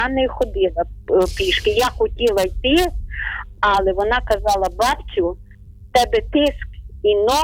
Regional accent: Ternopil Oblast, Ukraine; Я з Тернопільщини, пішу не ходила, але хочу сказати, в нас є ще одна роща греко-католицька.

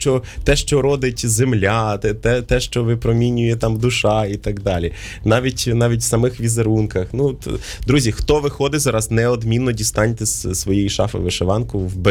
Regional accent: Podillia, Ukraine; я з Поділля.

